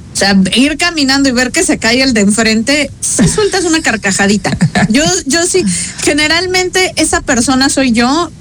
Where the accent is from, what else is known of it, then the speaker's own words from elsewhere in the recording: Mexico; now in Vitoria, Spain; Y yo, es que soy mexicana. Y yo les digo, sí. Es que sabes que I'm Mexican.